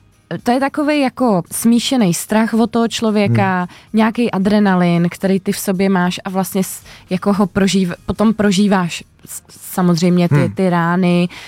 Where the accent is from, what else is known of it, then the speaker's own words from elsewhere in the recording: Prague, Czechia; Já jsem celoživotně Praha 6.